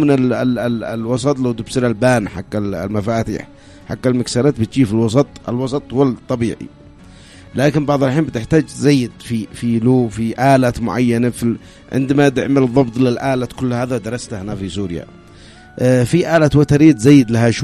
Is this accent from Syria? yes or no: no; Yemen